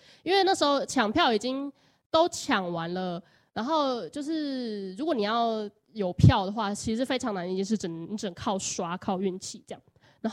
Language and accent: Chinese; Hsinchu, Hsinchu City, Taiwan; 因为我不是住在南部的嘛，我是新竹人